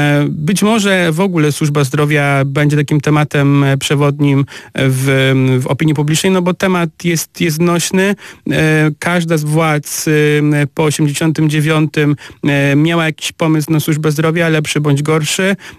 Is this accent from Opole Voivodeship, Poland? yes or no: yes; Opole, Opole Voivodeship, Poland; no są takie też pozytywne przykłady w ramach tego. No, ogromnym pozytywem jest to, co się zdarzyło u nas w Opolu